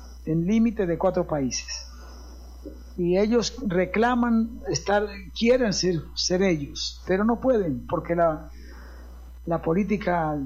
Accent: Colombia; Somos el pueblo colombiano y hoy tenemos esa bendición de identificarnos, no nos sentimos avergonzados de ser colombianos.

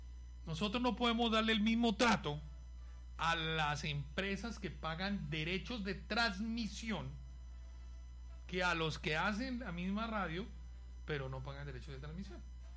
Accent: Argentina; ¿Yo por qué no puedo expresar en un estadio lo que yo siento como argentino?

